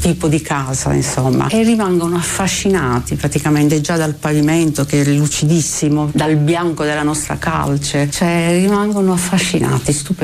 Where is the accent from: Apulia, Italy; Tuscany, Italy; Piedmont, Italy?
Apulia, Italy; Alberobello; Albero Bello per me è il mio cuore, il mio paese, cioè io ci sono nata, ci sono vissuta, ci sto benissimo in effetti.